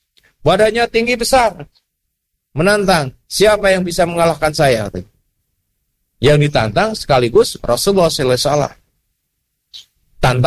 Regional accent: Garut, West Java, Indonesia; born there; Ya, saya lahir di Garutnya.

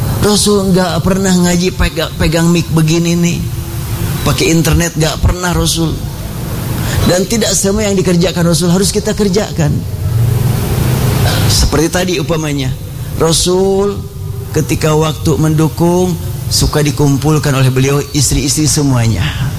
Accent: Indonesia; born there; Aku dilahirkan di Indonesia, aku ridha ya Allah.

